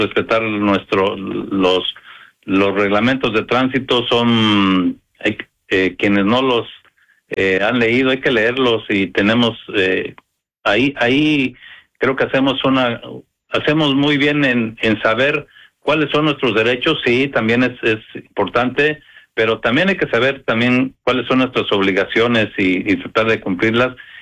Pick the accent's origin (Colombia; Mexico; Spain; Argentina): Mexico; now in Dallas, United States; en el caso, pues, como mexicanos